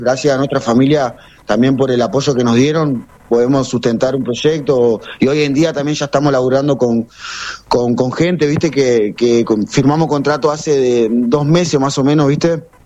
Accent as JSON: {"language": "Spanish", "town": "Carmen de Patagones", "region": "Buenos Aires Province", "country": "Argentina", "moved": "as an adult", "lives_now": "Buenos Aires, Argentina", "said": "hace más o menos 3 meses que nos instalamos acá, ya viste, en Buenos Aires, sí. a vivir. Pues para la gente que no sabe, nosotros somos de Carmen de Patagones, ¿viste?"}